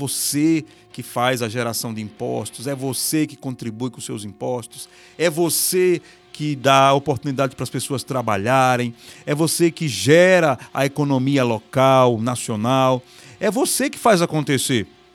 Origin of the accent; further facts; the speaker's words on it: Brazil; Estou falando para Brasil e de Brasil, porque sou brasileiro e estou aqui no Brasil.